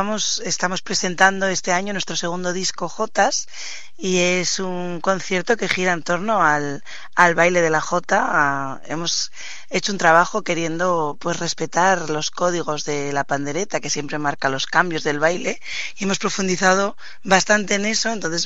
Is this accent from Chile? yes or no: no; Cabuérniga, Cantabria, Spain; born there; moved away as an adult; also born or lived in Brazil; now in Cabuérniga, Spain; yo vivía en Brasil durante 10 años más. Estaba viviendo fuera y con la pandemia decidí volver a Cantabria, y concretamente pues vine al pueblo de mi familia, a Cabuérniga, que es una zona en la montaña, un valle bastante, bueno, que mi pueblo tiene 60 habitantes en invierno, y aquí me quedé.